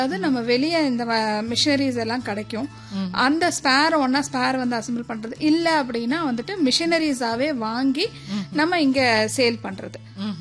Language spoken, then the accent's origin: Tamil; Coimbatore, Tamil Nadu, India